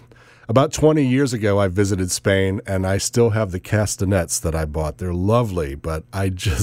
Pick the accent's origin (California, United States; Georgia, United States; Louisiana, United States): Louisiana, United States; moved away; since I grew up in Louisiana